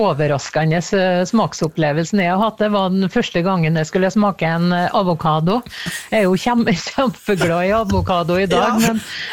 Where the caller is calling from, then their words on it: Tingvoll, Møre og Romsdal, Norway; Jeg er på Nordvestlandet, ja. Strømsnes heter bygda som jeg bor i, det er Tingvoll kommune da.